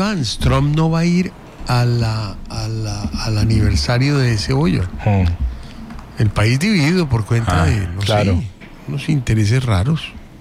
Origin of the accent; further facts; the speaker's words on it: Colombia; yo soy colombiano